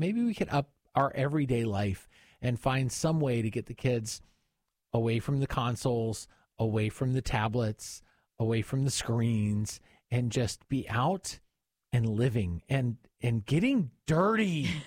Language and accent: English; Tampa, Florida, United States; I grew up in North Tampa, and our neighborhood was surrounded by orange groves that slowly got mowed down to put in more neighborhood.